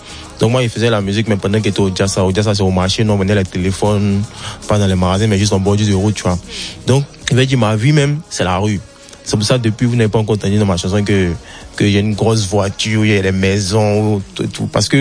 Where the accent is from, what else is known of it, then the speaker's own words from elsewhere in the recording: Bobo-Dioulasso, Hauts-Bassins, Burkina Faso; moi j'ai grandi à Bobo. La Bobo, c'est un peu le Bronx, tu vois, c'est un peu le ghetto